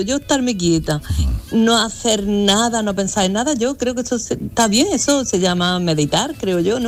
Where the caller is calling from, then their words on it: Granada, Andalusia, Spain; de Granada.